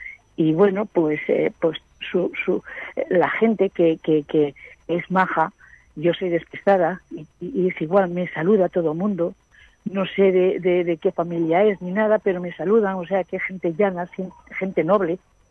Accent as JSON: {"language": "Spanish", "town": "Madrid", "region": "Community of Madrid", "country": "Spain", "said": "Sí, señor, soy de Madrid."}